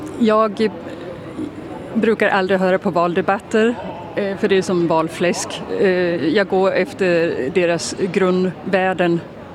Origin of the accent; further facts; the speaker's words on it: Sweden; now in Denmark; jag är ju svensk och även om jag har bott där jättemånga år så ja, men jag blir ju supersvensk